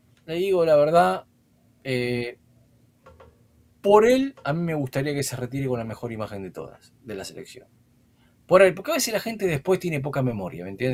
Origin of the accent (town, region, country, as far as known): Argentina